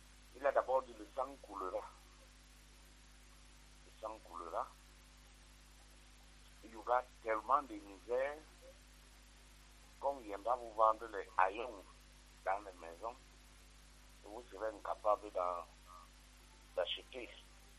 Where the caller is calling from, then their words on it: Cameroon; moi je suis Camerounais, moi. Je suis Camerounais